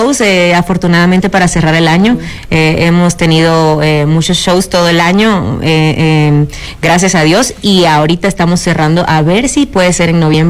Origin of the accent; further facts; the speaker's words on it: Venezuela; Yo soy venezolana, pero crecí escuchando y viendo televisión mexicana.